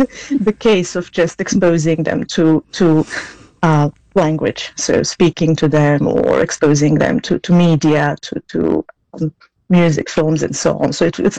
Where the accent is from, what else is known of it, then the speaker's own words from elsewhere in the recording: Serbia; English is a second language; now in Cambridge, United Kingdom; I'm Serbian, yes. I learned English at school from the age of 10, maybe. So I would be classed officially as a late bilingual